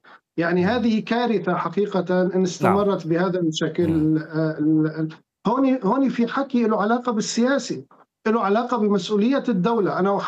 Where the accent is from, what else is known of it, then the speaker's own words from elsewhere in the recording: Syria; التصالح مع بعض رموز النظام السابق بشكل مستفز لنا كسوريين ولذوي الضحايا.